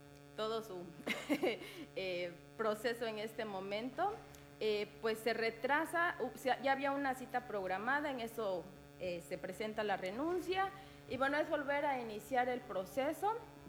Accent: Chicumul, Campeche, Mexico; yo soy de Chicumul y ella de Sabancuy

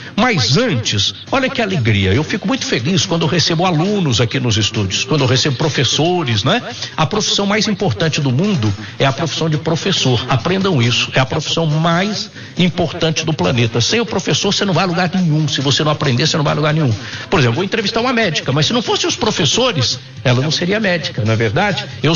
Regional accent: São Sebastião do Paraíso, Minas Gerais, Brazil; born there; eu nasci em Minas também, na capital de Minas, que é São Sebastião do Paraíso, a capital do Brasil.

